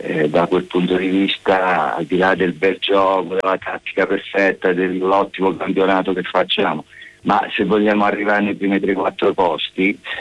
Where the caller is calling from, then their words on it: Milan, Lombardy, Italy; anche sono milanese